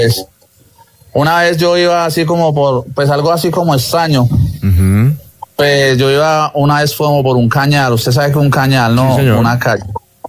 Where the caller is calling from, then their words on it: Tuluá, Valle del Cauca, Colombia; Soy desde Tuluá, Valle del Cauca